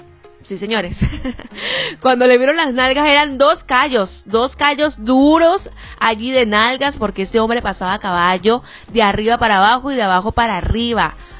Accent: Venezuela; todas las personas que somos de este país

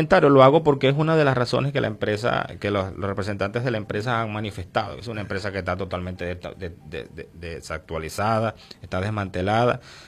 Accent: Venezuela; ¿O acaso que los trabajadores de Surán no somos venezolanos?

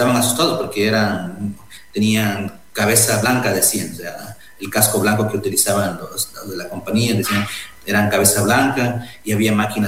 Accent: Amazon, Ecuador; también nos da como que un realce a nosotros como pueblos ecuatorianos y peor como pueblos amazónicos.

